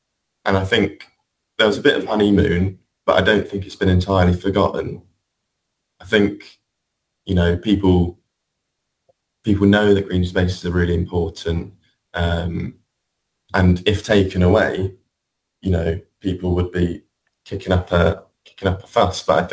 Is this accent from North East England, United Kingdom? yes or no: no; Guildford, South East England, United Kingdom; So I left Manchester where I was studying and then went back to my hometown in Guildford.